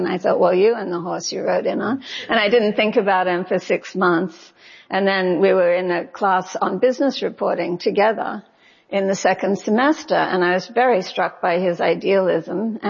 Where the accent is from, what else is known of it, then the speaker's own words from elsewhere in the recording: Sydney, New South Wales, Australia; Growing up in Sydney, I didn't know anyone who was.